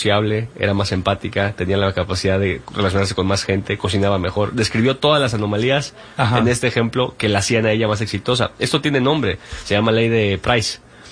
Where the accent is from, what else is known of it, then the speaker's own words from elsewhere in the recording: Mexico; born there; Nací en México y no vengo de dinero, no tengo amigos con lana.